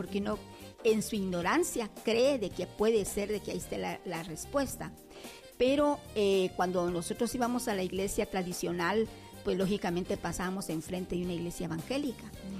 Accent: Guatemala City, Guatemala Department, Guatemala; born there; also born or lived in Quetzaltenango, Guatemala; de ahí decidimos pues la familia venirnos para acá, para la capital. Uh-huh. Yo vine muy, muy niña, ya casi como de 6, 7 años, o sea, mi mayoría de vida pues la he tenido aquí en la capital

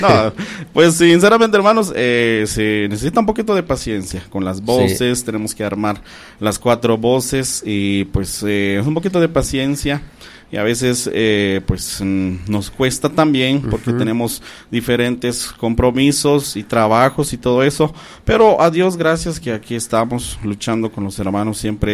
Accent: Tecpán, Chimaltenango, Guatemala; yo no soy de Balanya, yo soy de una aldea de Tecpan, aldea Pacorral Tecpan

